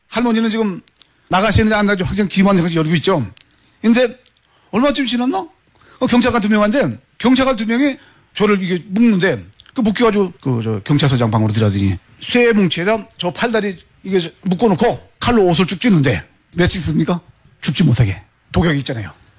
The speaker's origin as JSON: {"language": "Korean", "country": "North Korea", "lives_now": "South Korea", "said": "난 북한 놈 맞아."}